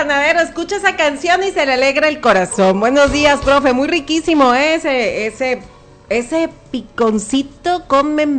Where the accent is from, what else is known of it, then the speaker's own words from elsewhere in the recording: Nayarit, Mexico; somos nayaritas y mexicanos, somos bien chambeadores.